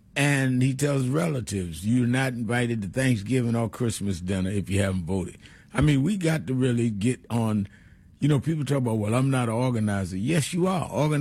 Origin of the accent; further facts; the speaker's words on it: New York City, New York, United States; growing up in Brooklyn